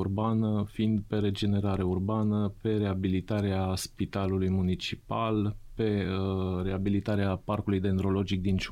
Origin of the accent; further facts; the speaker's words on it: Aiud, Alba County, Romania; moved away as an adult; also born or lived in Petroșani; Din 2010, fiind aiudean, născut, crescut în Aiud, din 2010 m-am întors și am ales să-mi duc fetițele la școală, la școli în Aiud, să am o mică afacere în Aiud și să trăiesc în Aiud.